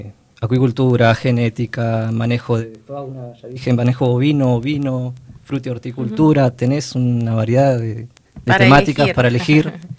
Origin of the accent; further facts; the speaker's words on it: El Calafate, Santa Cruz, Argentina; moved away as an adult; now in Río Gallegos, Argentina; soy nacido acá en Río Gallegos, pero me crié casi toda mi vida en Calafate